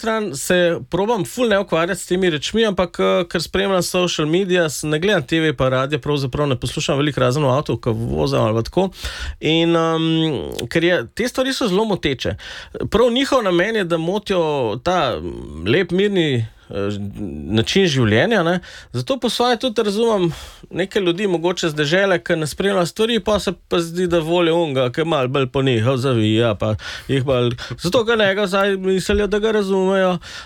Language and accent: Slovenian; Kranj, Upper Carniola, Slovenia; Pač zdaj le jaz prihajam iz Kranja